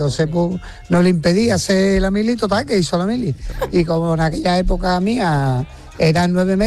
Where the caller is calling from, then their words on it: Seville, Andalusia, Spain; de Sevilla.